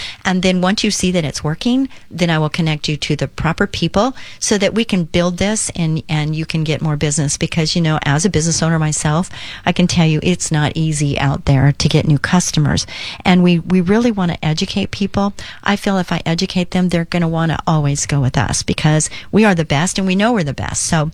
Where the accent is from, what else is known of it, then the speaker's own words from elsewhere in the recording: Westminster, California, United States; moved away; I grew up in Westminster and Orange County girl, and now I'm a Lake girl